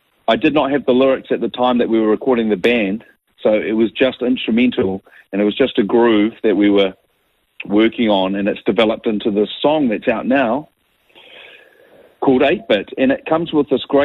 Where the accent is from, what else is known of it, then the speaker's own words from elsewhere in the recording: Wellington, New Zealand; now in New Plymouth, New Zealand; Hi, I'm from Wellington, actually. I love Wellington, always lived there 42 years, currently living in New Plymouth, which I also love.